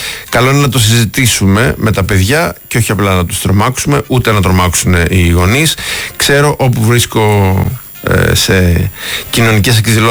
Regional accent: Greece

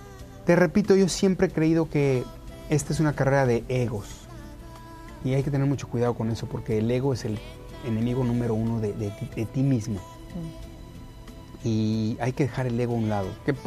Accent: Mexico; Por cómo somos los mexicanos, por cómo es el país

